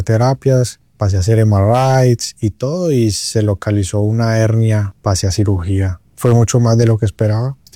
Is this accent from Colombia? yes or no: yes; Colombia; born there; nací en Colombia.